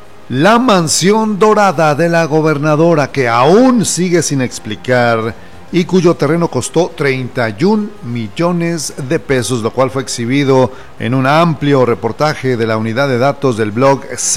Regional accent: Mexico; como mexicanos jamás deberemos de volver a vivir.

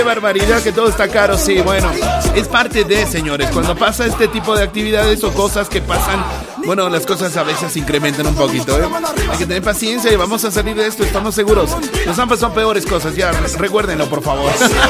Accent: Bolivia; Todos somos bolivianos

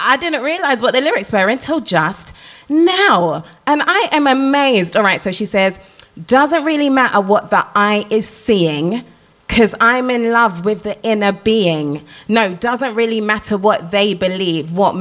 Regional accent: Sierra Leone; I'm from Sierra Leone, yeah, and we speak Creole. I speak Creole, yeah.

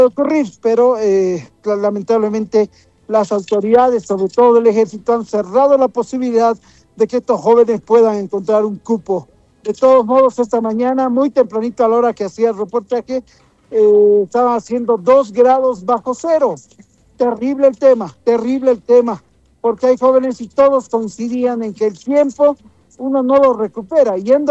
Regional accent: Bolivia; somos bolivianos

